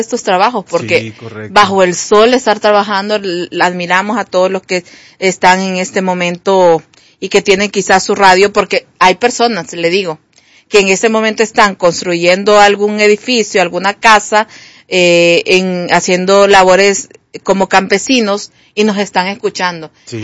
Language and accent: Spanish; Honduras; Yo al menos no me pongo camisas de Argentina ni de otro país porque yo soy hondureña.